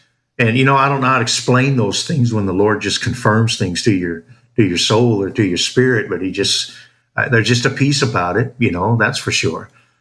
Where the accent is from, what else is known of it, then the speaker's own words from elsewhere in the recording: United States; moved away as an adult; also born or lived in Campeche; now in Mexico; "Well, we're from Washington."